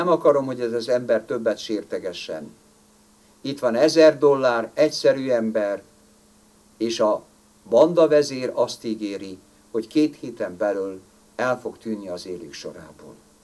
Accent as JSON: {"language": "Hungarian", "country": "Hungary", "said": "én magyar vagyok, én beszélek több nyelvet is"}